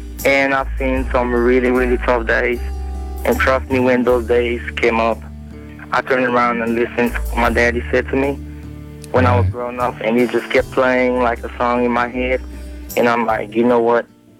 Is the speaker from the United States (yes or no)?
no; Cameroon; John, if you can't tell from my accent, I'm not originally from around here. I grew up in Cameroon, West Africa.